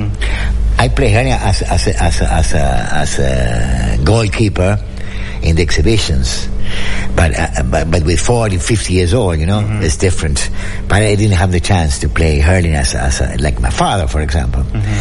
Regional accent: Argentina; You know, we are Irish Argentine

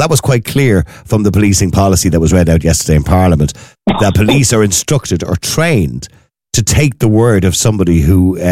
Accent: Dublin, Leinster, Ireland; when I used to go to nightclubs and they asked me where I was from, I never said Edenmore because I wouldn't get in.

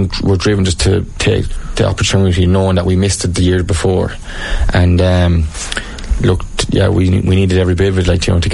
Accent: Thurles, Tipperary, Ireland; I'm from Thurles, so I'm living in town

